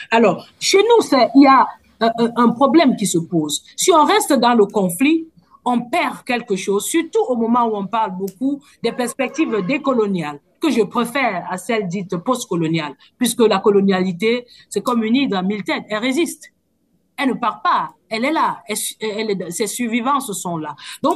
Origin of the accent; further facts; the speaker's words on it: Cameroon; j'ai été dans le bureau de ce qu'on appelle chez nous au Cameroun le BENSINE